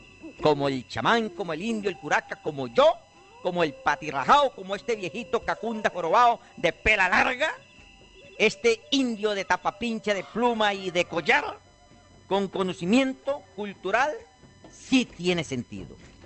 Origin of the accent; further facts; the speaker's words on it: Colombia; Justamente en Colombia, en mi tierra natal, en mi tricolor amarillo, azul y rojo